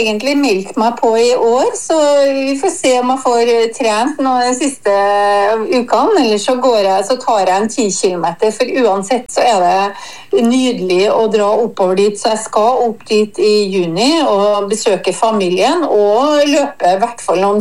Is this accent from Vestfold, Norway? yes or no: no; Trøndelag, Norway; jeg er trønder.